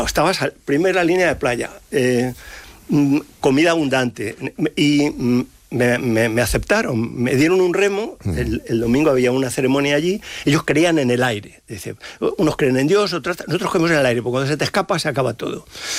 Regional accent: Madrid, Community of Madrid, Spain; now in Salamanca, Spain; yo soy madrileño, y ahora estoy adoptado en Salamanca por la cátedra

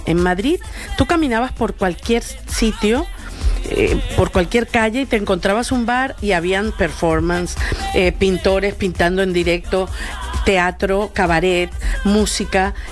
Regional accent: Venezuela; yo era una venezolana, y mucha gente no sabía dónde estaba Venezuela, me decía, ¿y tú de dónde eres? ¿Pero Venezuela dónde está? Yo le digo, en Sudamérica

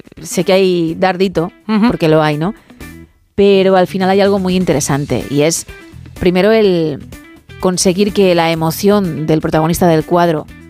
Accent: Sanlúcar de Barrameda, Andalusia, Spain

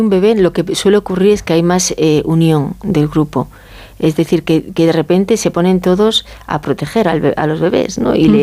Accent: Galicia, Spain; yo soy gallega, ¿no? Los gallegos estamos en Galicia. Bueno, yo no estoy en Galicia ahora, pero no tengo mucho acento, pero yo antes tenía acento.

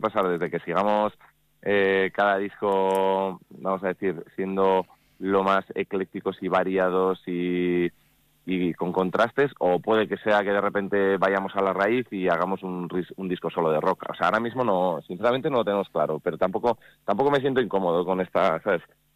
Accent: Vitoria-Gasteiz, Basque Country, Spain; born there; Yo soy nacido aquí en Gasteiz y, pues igual en invierno estoy más en Gasteiz, en verano más en Yécora.

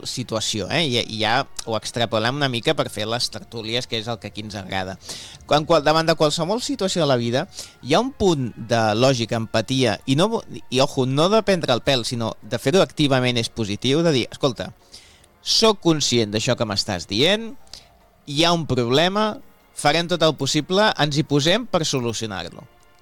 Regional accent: Madeira, Portugal; now in Spain; Sí, mira, jo vinc de Madeira, que és una illa, i està foradada per tot arreu per construir túnels.

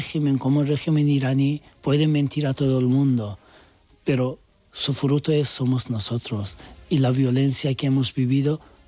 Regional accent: Turkey; now in Spain; soy turco y podía pasar más fácil que los otros muchos, pero de igual forma molestaban mucho y querían deportarme a Irán, que una persona de repente como un ángel llevó y me ayudó a venir a España.

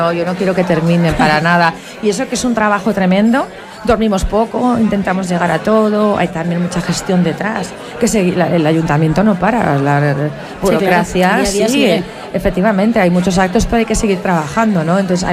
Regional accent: Huesca, Aragon, Spain; soy de Huesca, quiero mucho a mi ciudad.

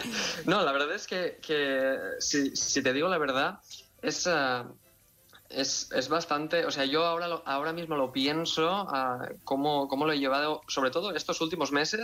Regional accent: Tavernes de la Valldigna, Valencian Community, Spain; yo todo lo que escribía estaba ambientado en Tavernes de la Valldigna, en mi pueblo de Valencia

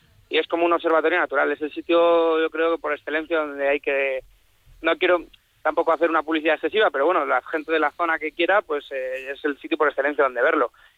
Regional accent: Autilla del Pino, Castile and León, Spain; yo soy de Autilla del Pino, soy el presidente de una asociación de jóvenes

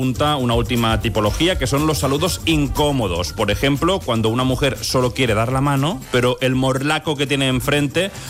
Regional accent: Canary Islands, Spain; Yo, que soy canario con sorte y con suerte, puedo afirmar que en Canarias...

